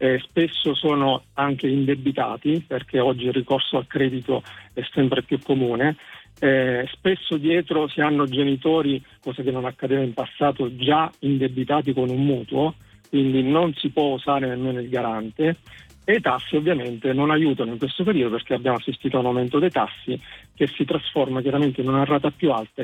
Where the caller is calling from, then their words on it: Modica, Sicily, Italy; Da Modica.